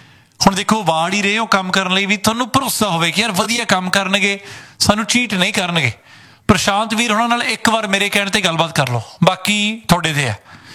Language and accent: Punjabi; Ludhiana, Punjab, India; ਅਸੀਂ ਵੀ ਲੁਧਿਆਣੇ ਤੋਂ ਹੀ ਆ।